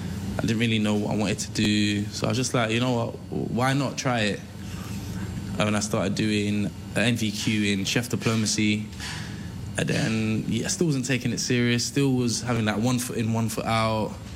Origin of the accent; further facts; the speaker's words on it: London, United Kingdom; to see how privileged you are to have been growing up in London. So my granddad was like, yeah, cool, we're going to ship you back to Guyana.